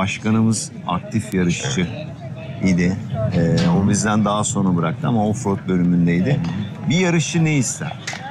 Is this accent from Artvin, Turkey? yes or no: yes; Artvin, Turkey; Ya ben Artvinliyim, ben böyle bir yer bilmiyorum dedim Sayın Valim.